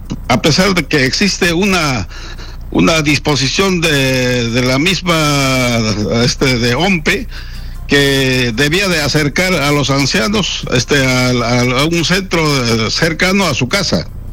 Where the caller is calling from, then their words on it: Nazca, Ica, Peru; Me llamo de Nazca.